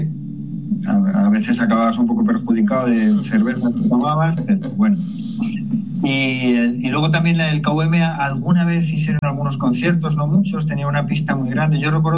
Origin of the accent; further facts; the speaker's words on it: Madrid, Community of Madrid, Spain; born there; aunque yo nací en Madrid, soy el único de mi familia que lo hizo. Mi familia procedía de La Rioja, mis padres vivían en Logroño antes de trasladarse a Madrid por trabajo.